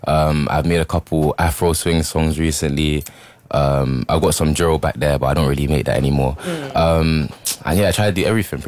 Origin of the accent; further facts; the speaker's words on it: London, United Kingdom; also born or lived in Lambeth / Brixton / Woolwich / Plumstead; Well, I was born in Lambeth, stayed in Brixton for a little bit until I was in like year one, and then we moved around London, went to Woolwich, went to Plumstead, went to Bexley, so we were all about London for a bit